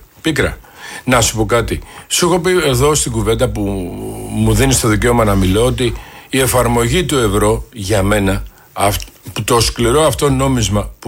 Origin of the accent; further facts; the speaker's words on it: Greece; Ξέρεις πόσο με πονάει εμένα αυτό ως Έλληνα? Όχι σαν Έλληνα, ως Έλληνα.